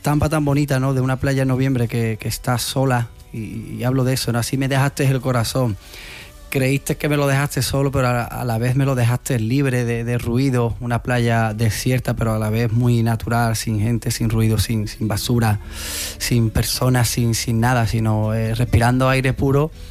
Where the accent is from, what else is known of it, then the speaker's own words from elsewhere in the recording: Mairena del Alcor, Andalusia, Spain; Y sí, soy de Mairena del Alcor, una tierra que respira mucho el cante hondo, ¿no?